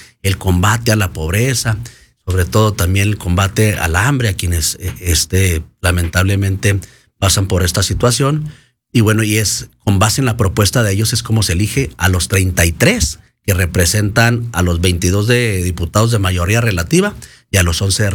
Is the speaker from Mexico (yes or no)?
yes; Chihuahua, Mexico; ya por Ciudad Juárez, por mi tierra, centro sur de la ciudad, Parral, de todo el estado de Chihuahua.